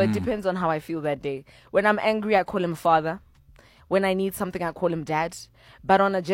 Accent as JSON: {"language": "English", "town": "Mahikeng", "region": "North West", "country": "South Africa", "also_born_or_lived": "Centurion", "moved": "yes", "said": "But from where I'm from originally in Mahikeng, you would call your father ntate or ra."}